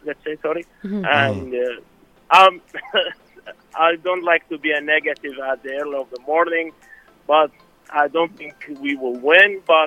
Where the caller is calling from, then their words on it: Iraq; English is a second language